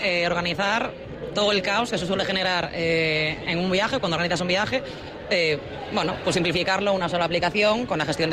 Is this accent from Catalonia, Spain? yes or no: no; Pontevedra, Galicia, Spain; De aquí, de Pontevedra.